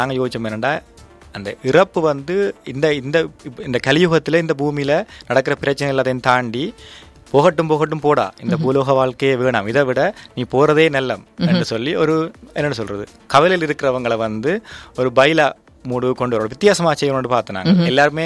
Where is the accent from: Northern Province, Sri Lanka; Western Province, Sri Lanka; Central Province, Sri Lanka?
Northern Province, Sri Lanka; Jaffna